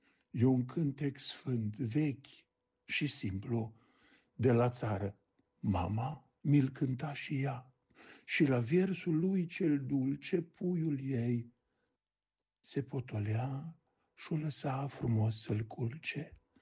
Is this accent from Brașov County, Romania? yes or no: no; Vințu de Jos, Alba County, Romania; moved away as an adult; now in Groși, Romania; amintind faptul că sunt originar de la Vințul de Jos, deci de pe meleagurile dumneavoastră, dar de 30 de ani îmi îndeplinesc misiunea, viața și activitatea pe meleaguri maramureșene